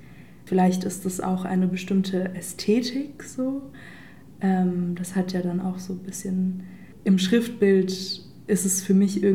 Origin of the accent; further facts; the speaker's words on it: Berlin, Germany; ich komme auch aus Kreuzberg